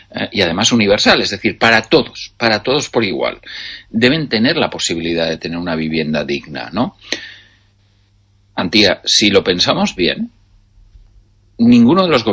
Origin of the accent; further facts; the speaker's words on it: Zaragoza, Aragon, Spain; o volviera a mi ciudad natal, que es Zaragoza, yo desearía vivir donde había vivido toda mi vida